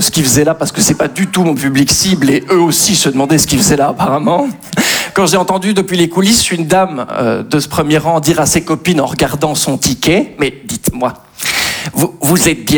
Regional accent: Belgium; je suis belge.

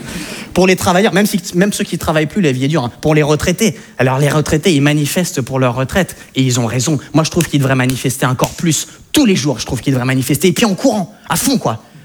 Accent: France; je suis français, mais j'ai des origines hollandaises, belges, françaises, mongoles, chinoises, turques et suédoises.

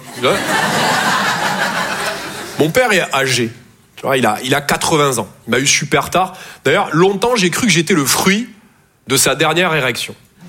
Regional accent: Toulouse, Occitanie, France; moved away; Je viens de Toulouse à la base. Ouais, ça s'entend un peu. Ouais. Ben, mon accent, c'est vraiment comme mon sexe.

